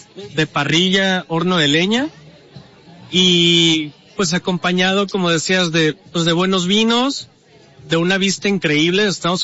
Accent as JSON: {"language": "Spanish", "town": "Guadalajara", "region": "Jalisco", "country": "Mexico", "moved": "as an adult", "lives_now": "Baja California, Mexico", "said": "los dos somos de Guadalajara. Con ya casi 15 años viviendo en Baja California"}